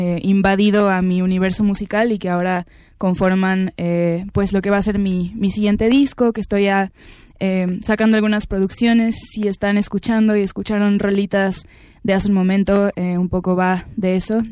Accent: Xalapa, Veracruz, Mexico; Y a los 16 entré a la carrera de jazz en Jalapa. Yo soy de Jalapa.

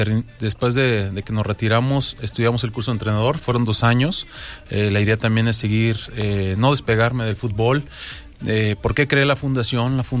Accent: Xochitepec, Morelos, Mexico; born there; mi pueblo, para Xochitepec

